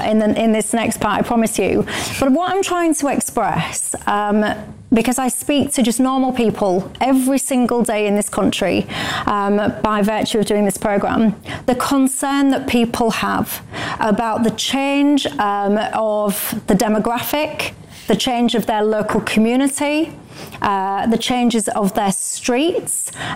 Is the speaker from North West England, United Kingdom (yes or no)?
no; Yorkshire and the Humber, United Kingdom; I found it deeply insulting that somebody had come to my county, Yorkshire, and is now actively described as a Yorkshire man